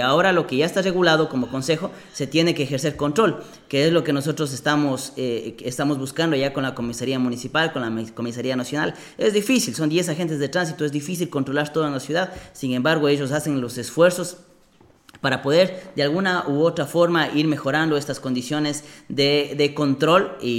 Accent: Sucúa, Morona Santiago, Ecuador; Nosotros somos Sucúa, paraíso de la Amazonía, no paraíso amazónico, paraíso de la Amazonía, una ciudad muy bonita

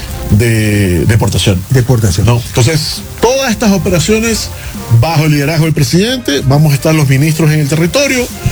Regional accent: Ecuador; Y discúlpenme, Andrés, todos somos ecuatorianos.

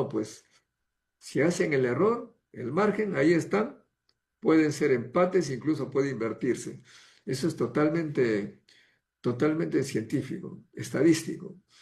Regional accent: Peru; moved away; Yo, menos mal que soy serrano, me voy a mi tierra

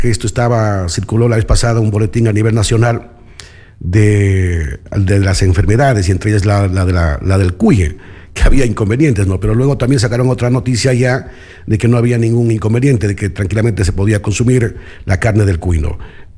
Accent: Ecuador; aquí hablo en el sector noroccidental y hablo de la parroquia Chuquibamba, mi tierra.

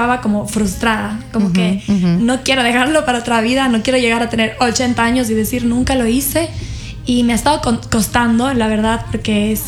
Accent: Cuenca, Azuay, Ecuador; soy de Cuenca, soy de Ecuador

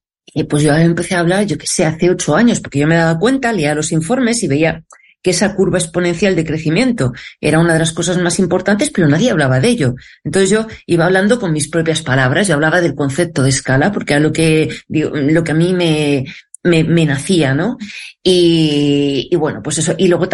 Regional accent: Madrid, Community of Madrid, Spain; moved away as an adult; also born or lived in France; Y luego cuando me volví a vivir, porque yo soy de Madrid, ¿no? Pues me volví aquí a vivir

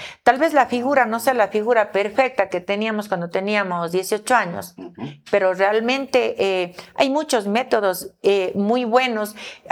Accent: Ecuador; Somos latinos, somos gente buena, los ecuatorianos somos gente de bien y que Dios les bendiga siempre.

